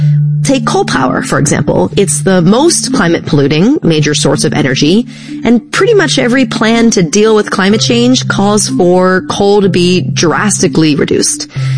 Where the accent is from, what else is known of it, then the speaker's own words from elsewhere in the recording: Philadelphia, Pennsylvania, United States; I grew up and live in the Philadelphia area, and we're seeing flooding, wildfire smoke, and heat trends like I have never seen before.